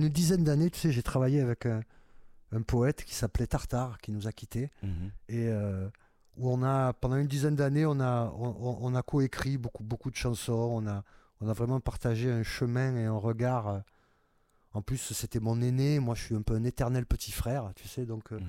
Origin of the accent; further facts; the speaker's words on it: Marseille, Provence-Alpes-Côte d'Azur, France; moi en tant que Marseillais